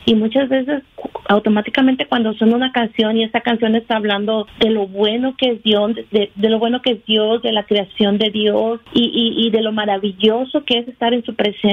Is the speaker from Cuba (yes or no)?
no; Tyler, Texas, United States; soy de Tyler, Texas.